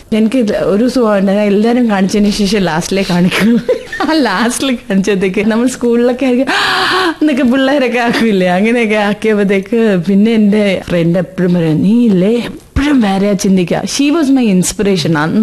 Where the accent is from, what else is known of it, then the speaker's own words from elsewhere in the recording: Firozpur, Punjab, India; born there; അച്ഛൻ ആർമി ഓഫീസറായിരുന്നു. ഞാൻ ജനിച്ചത് പഞ്ചാബ് ഫിറോസ്പൂരില്.